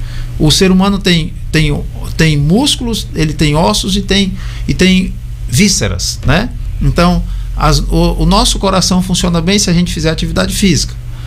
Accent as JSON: {"language": "Portuguese", "region": "Maranhão", "country": "Brazil", "said": "Eu sou maranhense, eu digo assim, eu conheço meu povo."}